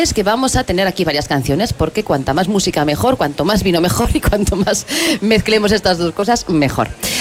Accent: Barbastro, Aragon, Spain; Que yo soy de Barbastro, claro. Entonces pues yo soy decente y de Barbastro.

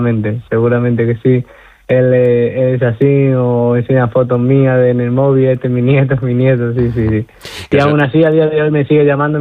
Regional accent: Don Benito, Extremadura, Spain; Estaba yo bañándome en la Plaza de España de mi pueblo.

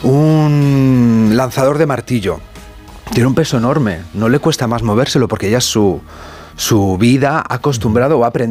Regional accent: Castile, Spain; yo soy castellano.

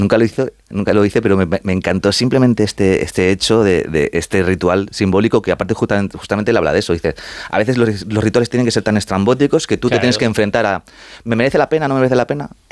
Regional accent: Madrid, Community of Madrid, Spain; estoy muy dividido porque aparte te he dicho ya que soy madrileño, sí. Y mis padres son argentinos.

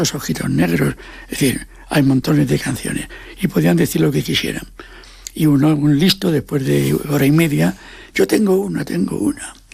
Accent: Asturias, Spain; Como yo soy asturiano

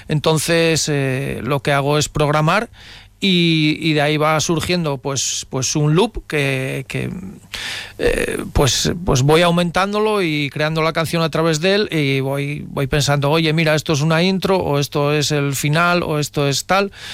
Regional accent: Bañugues, Asturias, Spain; Yo soy de Bañuges

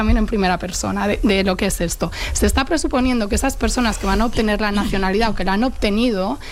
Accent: Spain; also born or lived in Mexico; Yo como española, muy española, que diría Rajoy

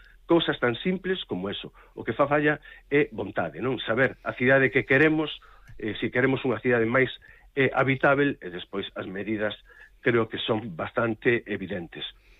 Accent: Ourense, Galicia, Spain

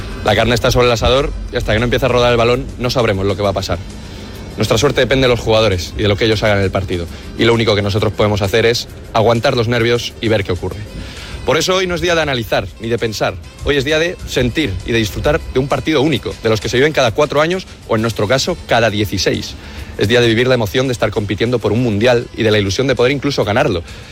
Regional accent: Spain; seguimos siendo españoles

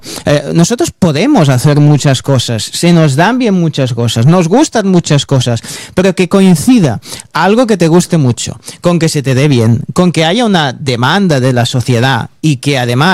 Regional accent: Catalonia, Spain

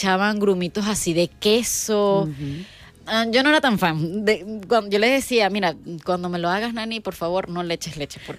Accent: Venezuela; moved away; Estuvo conmigo desde que yo nací hasta que yo me fui de Venezuela.

